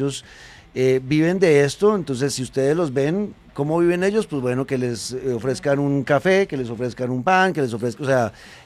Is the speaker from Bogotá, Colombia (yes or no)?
yes; Bogotá, Colombia; Desde Bogotá, como capitalino, como rolo, como bogotano, me duele muchísimo ver todo lo que está ocurriendo en mi país. Soy colombiano